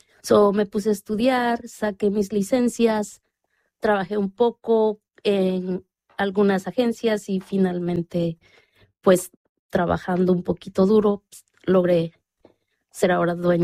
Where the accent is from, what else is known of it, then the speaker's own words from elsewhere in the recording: Mexico; moved away as an adult; now in Bloomington, United States; soy originaria y orgullosamente de México. Llevo en Bloomington más de 20 años.